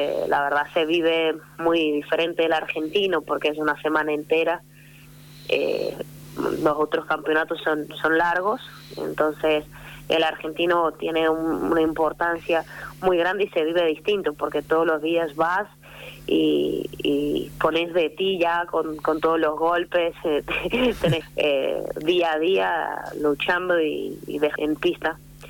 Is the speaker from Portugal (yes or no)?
yes; Portugal; Spanish is a second language; yo vengo de Portugal, aprecio el club, pero después tengo gente al lado que ha crecido en el club y que ama el club